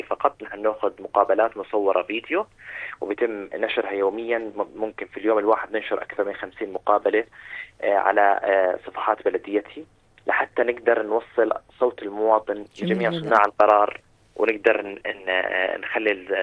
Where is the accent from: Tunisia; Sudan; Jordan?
Jordan; أنا كمواطن أردني اليوم إيش بدي من البلدية؟